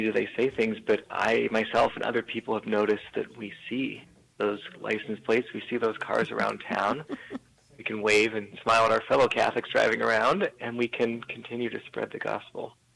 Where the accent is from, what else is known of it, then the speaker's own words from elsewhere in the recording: Washington, United States; now in Aberdeen, United States; I grew up in the Puget Sound area